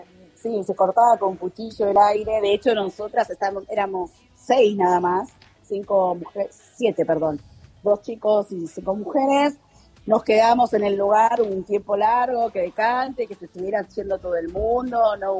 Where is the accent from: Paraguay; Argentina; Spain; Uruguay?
Argentina; now in Egypt; soy una argentina que está festejando que ganó un partido.